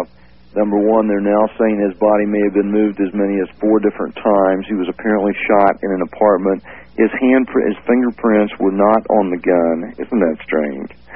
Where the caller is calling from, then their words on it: California, United States; I'm calling from Central California on KYLS, listening on the KYLS.